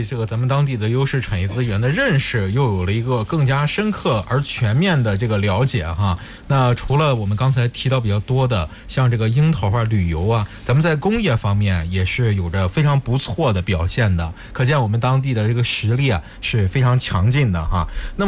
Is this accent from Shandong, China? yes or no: yes; Shandong, China